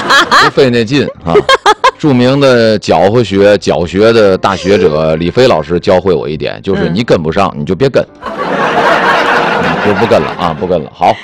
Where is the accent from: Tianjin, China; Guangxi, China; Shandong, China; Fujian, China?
Tianjin, China; 咱们作为天津人